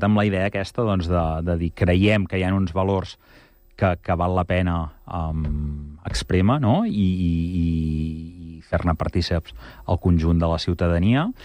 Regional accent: Igualada, Catalonia, Spain; jo sóc d'Igualada

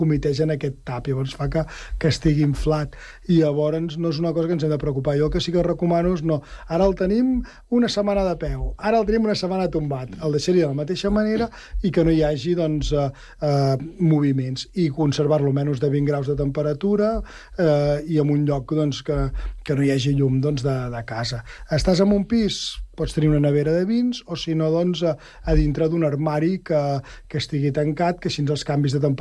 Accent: Catalonia, Spain; com que som del Penedès, és una mica el que nosaltres podem transmetre molt bé al Penedès

